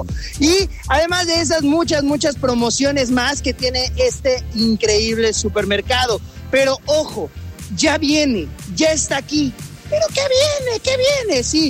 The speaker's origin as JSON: {"language": "Spanish", "town": "Emiliano Zapata", "region": "Morelos", "country": "Mexico", "said": "yo aquí sigo en mi tierra mater, ando en Zapata"}